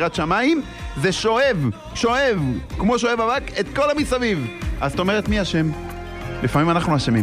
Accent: Northern District, Israel; אני גדלתי בצפון, בפריפריה.

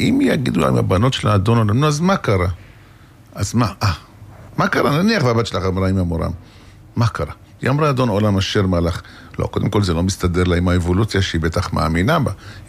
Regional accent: Yokneam, Northern District, Israel; את מכיר את אוכלוסיית יוקנעם, אני גדלתי, הילדות שלי זה באזור

